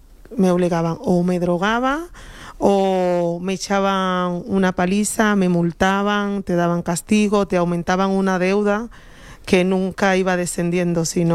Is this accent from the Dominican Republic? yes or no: yes; Dominican Republic; moved away as an adult; now in Madrid, Spain; yo soy de origen dominicano, uh-huh, y llegué aquí a España en el 2021